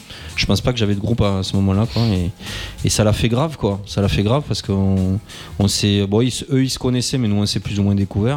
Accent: Occitanie, France; Moi je viens du Couserans aussi, donc.

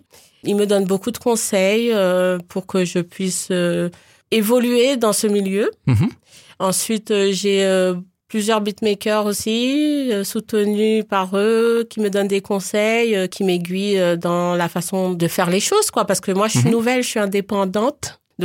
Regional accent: Paris, Île-de-France, France; Voilà, je suis d'origine guadeloupéenne, mais née à Paris. Mm-hmm. J'ai vécu à Paris, dans la banlieue parisienne.

